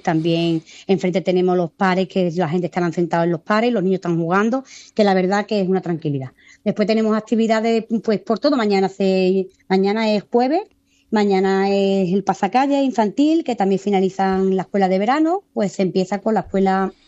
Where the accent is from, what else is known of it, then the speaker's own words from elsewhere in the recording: El Saucejo, Andalusia, Spain; mi pueblo es un pueblo con mucho ambiente. No hace falta que sea feria, pero aquí tenemos siempre muy buen ambiente